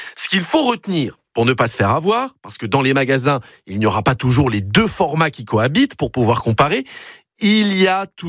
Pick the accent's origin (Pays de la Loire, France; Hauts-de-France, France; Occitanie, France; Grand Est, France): Grand Est, France; Voici un exemple très parlant chez nous en Moselle.